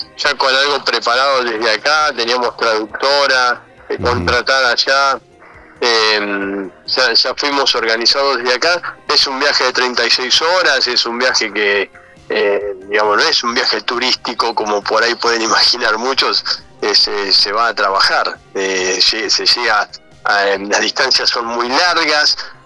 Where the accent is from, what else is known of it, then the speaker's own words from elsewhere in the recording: Argentina; te pregunta de qué país sos, obviamente, y cuando vos decís de Argentina